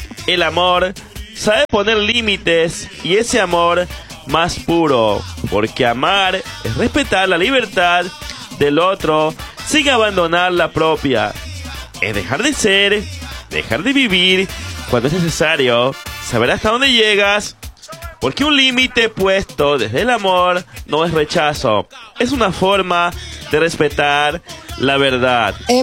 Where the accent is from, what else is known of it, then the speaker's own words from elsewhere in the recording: Peru; now in Ecuador; A mí me encanta mucho la comida acá de Ecuador, recuerde que yo soy peruana.